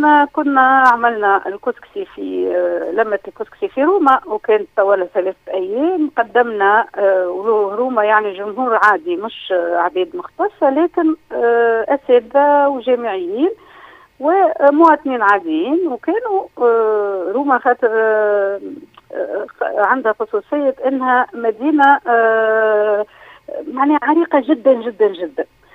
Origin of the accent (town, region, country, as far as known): Tunisia